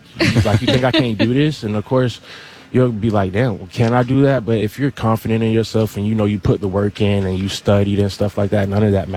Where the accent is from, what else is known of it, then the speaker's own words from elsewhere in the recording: Florida, United States; Yeah, I'm from Florida, so we don't see none of that type of stuff.